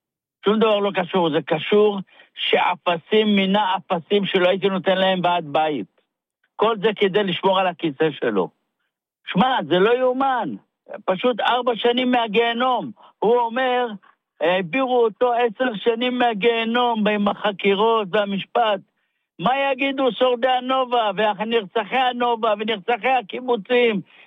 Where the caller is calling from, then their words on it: Rishon LeZion, Central District, Israel; אני מראשון.